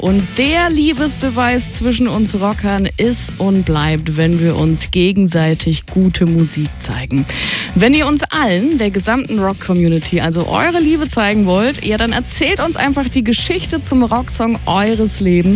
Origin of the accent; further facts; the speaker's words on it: Rhineland-Palatinate, Germany; für mich als Pfälzerin